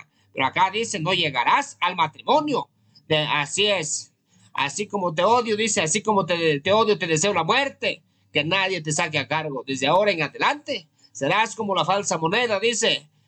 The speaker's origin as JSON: {"language": "Spanish", "town": "Huancabamba", "region": "Piura", "country": "Peru", "tie": "born there", "said": "desde mi provincia de Huancabamba, mi tierra bendita que me dio nacer"}